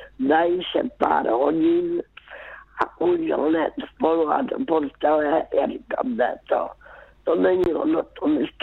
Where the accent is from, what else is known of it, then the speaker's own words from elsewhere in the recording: Karolinka, Zlín Region, Czechia; born there; já už jsem byla vdaná a jezdívala jsem zpátky do Karolínky, zpátky do mého rodiště.